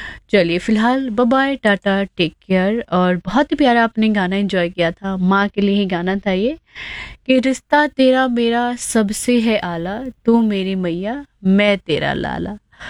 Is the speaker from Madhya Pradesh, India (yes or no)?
no; Sonipat, Haryana, India; now in Moradabad, India; मैं सोनीपत की रहने वाली हूँ, बट मैं हूँ आप सभी के शहर में, अपने शहर मुरादाबाद में